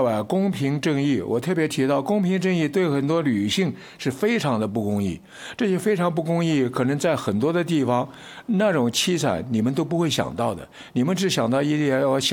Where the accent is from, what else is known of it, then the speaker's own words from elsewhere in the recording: Taiwan; 韩国人比我们台湾人有志气多了